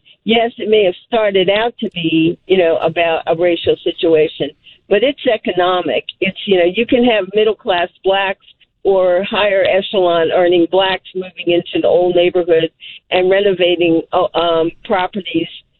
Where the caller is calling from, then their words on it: Dallas, Texas, United States; Now, I was calling from Dallas, but I live in the country, and I feel perfectly safe